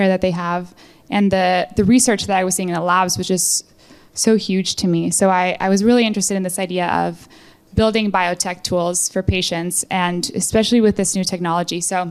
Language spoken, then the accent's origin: English; Mexico; moved away; I grew up in Mexico. My grandmother started the first maternal hospital in Mexico, and so I grew up basically in her clinics